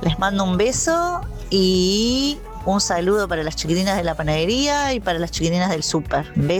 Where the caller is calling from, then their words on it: Florida, Uruguay; Acá de Florida.